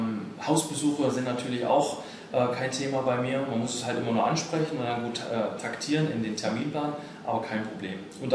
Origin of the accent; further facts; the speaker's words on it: Halle, Saxony-Anhalt, Germany; Ich komme aus Halle und hatte halt in dem Umkreis geschaut